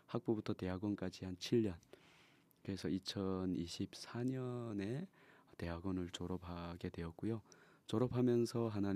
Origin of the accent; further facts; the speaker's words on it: South Hamgyong, North Korea; moved away as an adult; now in Bucheon, South Korea; 저는 북한 함경남도에서 태어나서 한 20년을 살다가 네. 15년 전에 탈북을 했습니다. 그래서 한국으로 바로 오게 되었고